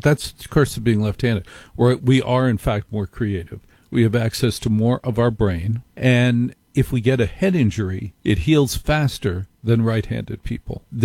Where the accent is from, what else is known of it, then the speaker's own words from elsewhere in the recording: New Jersey, United States; In the neighborhood where I grew up in Jersey, there was a competition each year.